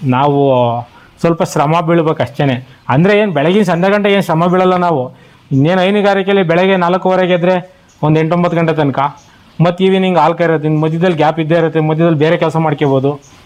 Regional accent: Tumakuru district, Karnataka, India; moved away as an adult; also born or lived in Bengaluru; ದೊಡ್ಡಗರಾಟ ಗ್ರಾಮ, ತುರುವೇಕೆರೆ ತಾಲೂಕು, ತುಮಕೂರು ಜಿಲ್ಲೆ. ನಾನು ಮೂಲತಃ ಕೃಷಿಕ ಕುಟುಂಬದವನೇ. ನಾನು ಬೆಂಗಳೂರಲ್ಲಿ 19 ವರ್ಷ ಜೀವನ ಮಾಡಿದೆ. ಹಳ್ಳಿಗೆ ಬಂದು ಸೇರ್ಕೊಂಡ್ವಿ.

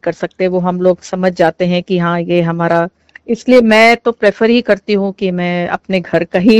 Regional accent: Lucknow, Uttar Pradesh, India; now in Mumbai, India; मतलब चूंकि मैं लखनऊ से हूँ, मैं लखनऊ से, खाना बनाने का मुझे शौक भी है

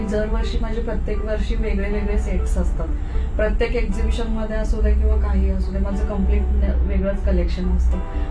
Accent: Kolhapur, Maharashtra, India; मी कोल्हापूरची आहे त्यामुळं कोल्हापूरची अंबाबाई मला खूप म्हणजे

